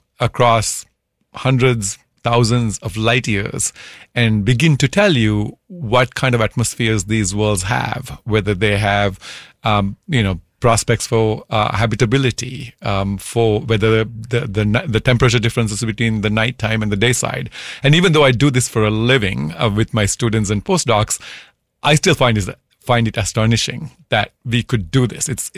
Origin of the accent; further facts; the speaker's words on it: Sri Lanka; moved away; Back in the 1980s, as a teenager growing up in Sri Lanka, I wrote to the Jet Propulsion Lab